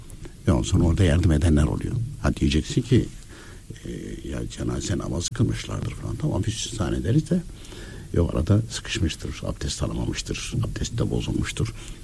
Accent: Konya, Turkey; kendim Konyalıyım

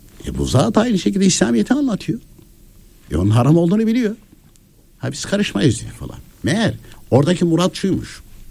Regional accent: Konya, Turkey; Şimdi ben Konyalıyım.

